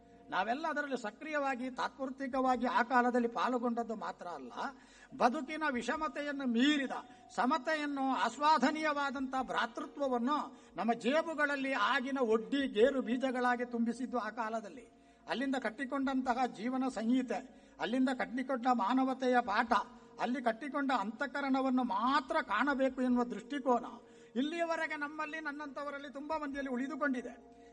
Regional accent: Karnataka, India; born or raised there

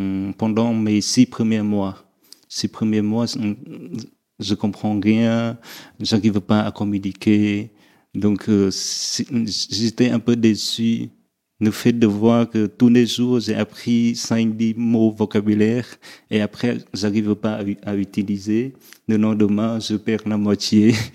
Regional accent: Northern Vietnam, Vietnam; French is a second language; moved away as an adult; now in Paris, France; Je viens du Vietnam.

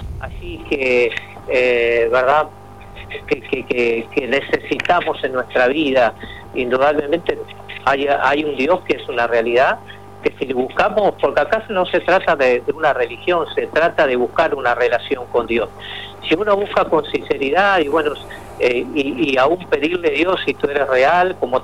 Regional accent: Uruguay; nosotros como uruguayos somos de razonar todas las cosas

